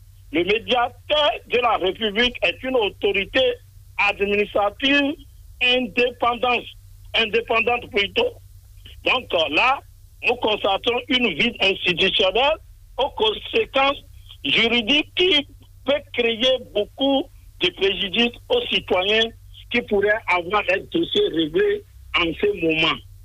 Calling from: Cotonou, Littoral, Benin; De Missebor Cotonou, 5e arrondissement.

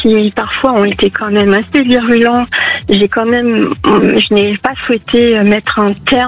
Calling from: Chambéry, Auvergne-Rhône-Alpes, France; De Chambéry.

